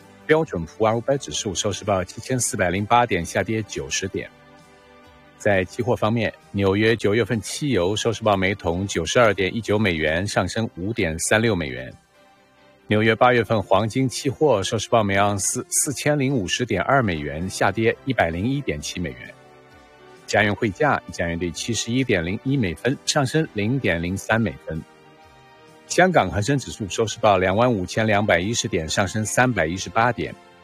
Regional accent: Canada; 但是起码我认为我们加拿大是没有强迫劳动的。

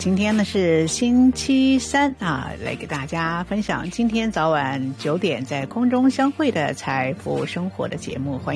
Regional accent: Canada

